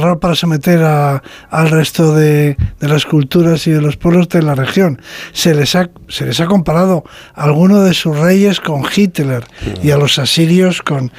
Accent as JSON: {"language": "Spanish", "country": "Spain", "said": "Me confirma en lo que siempre he pensado, de que somos los españoles un puebl"}